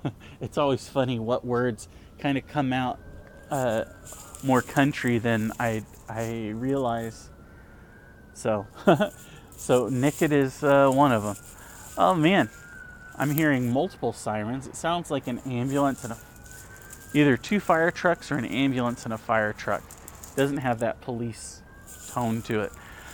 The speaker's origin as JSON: {"language": "English", "region": "Texas", "country": "United States", "tie": "born or raised there", "said": "Growing up in the South, or in Texas, which is kind of South, it's got a mixed identity."}